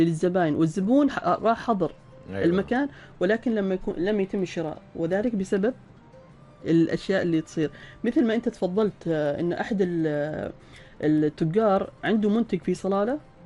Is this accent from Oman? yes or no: yes; Salalah, Dhofar, Oman; عندنا في صلالة